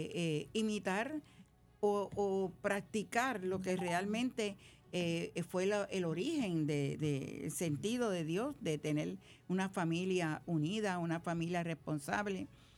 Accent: Puerto Rico; yo soy boricua de pura cepa, yo soy boricua de corazón y yo soy boricua del coquí. Eso es lo más... Yo soy boricua para que tú lo sepas.

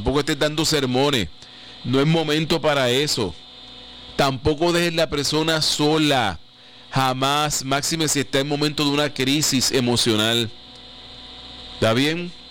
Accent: Puerto Rico; lo estoy diciendo como buen boricua

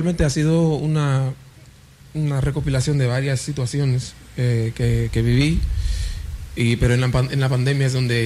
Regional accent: Haiti; Spanish is a second language; moved away; Yo soy de Haití

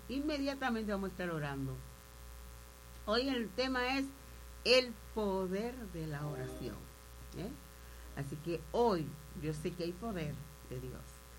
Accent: El Seibo, Dominican Republic; born there; allá en la Higuera, donde yo nací, ¿verdad?

